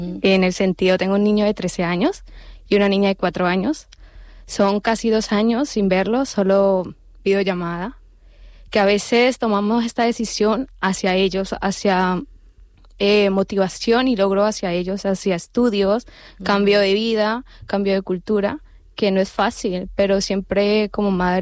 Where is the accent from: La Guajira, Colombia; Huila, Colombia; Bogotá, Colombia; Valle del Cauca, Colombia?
Valle del Cauca, Colombia; Cali; moved away as an adult; yo vengo de Colombia, yo soy de Cali, Colombia.